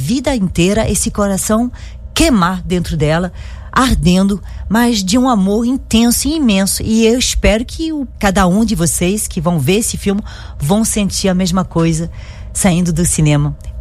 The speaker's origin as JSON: {"language": "Portuguese", "country": "France", "accent": "French", "second_language": "Portuguese", "said": "eu falo com sotaque francês, desculpa."}